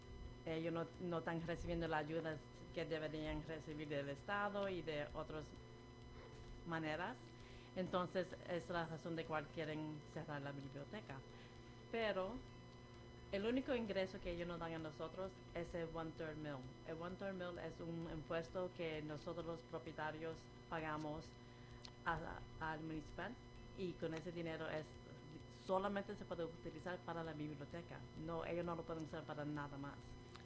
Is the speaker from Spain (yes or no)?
no; New York, United States; moved away as an adult; also born or lived in Pennsylvania; now in Bridgeton, United States; soy nacida y criada en Nueva York. Soy puertorriqueña. Me mudé para Pensilvania por un tiempo. Y luego solamente tengo aquí casi 3 años.